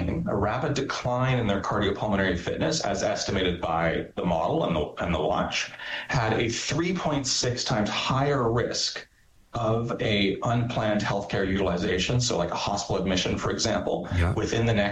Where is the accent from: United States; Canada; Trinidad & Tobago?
Canada; I'm Canadian, and I believe very strongly in our universal healthcare system